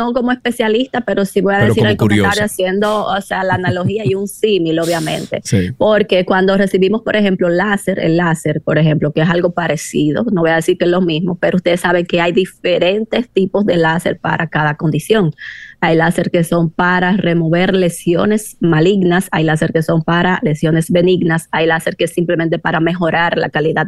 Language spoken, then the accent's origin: Spanish; Dominican Republic; yo, como toda dominicana